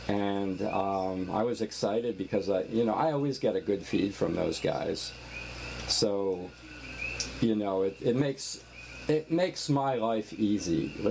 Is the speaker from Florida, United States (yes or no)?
no; Philadelphia, Pennsylvania, United States; now in Hilo, United States; my hometown area, Philadelphia Eagles